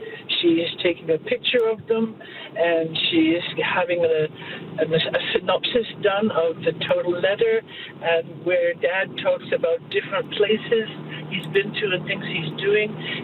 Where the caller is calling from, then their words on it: Edmonton, Alberta, Canada; Edmonton.